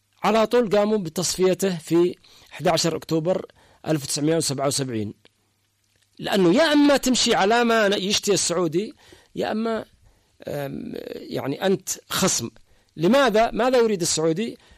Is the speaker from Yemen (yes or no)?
yes; Yemen; إحنا شربنا كراهية السعودية، رضعناها رضاعة من حليب أمهاتنا، كل اليمنيين تقريبا.